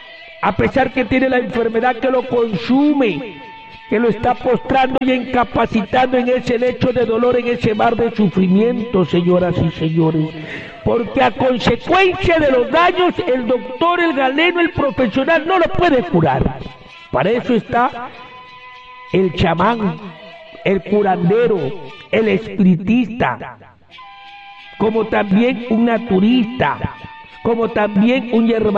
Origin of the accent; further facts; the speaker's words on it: Huancabamba, Piura, Peru; cuántas comadritas que nosotros conocemos que son buenos curanderos en mi tierra querida Huancabamba?